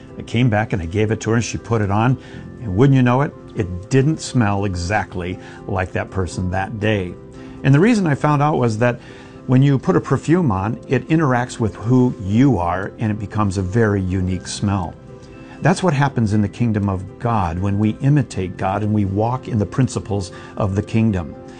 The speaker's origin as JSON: {"language": "English", "region": "Minnesota", "country": "United States", "tie": "born or raised there", "said": "I remember growing up in Minnesota, I was a big Minnesota Twins fan."}